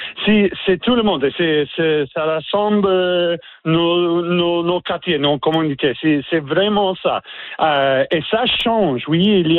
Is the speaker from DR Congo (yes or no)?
no; Newfoundland and Labrador, Canada; French is a second language; mais aussi il y a dans les provinces, par exemple, chez moi, en Terre-Neuve-et-Labrador, il y a un peu plus de programmes